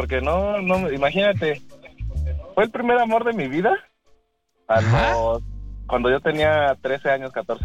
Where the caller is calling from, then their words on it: Chimalhuacán, State of Mexico, Mexico; Yo vivo ahí en Chimalhuacán. Soy de Chimalhuacán.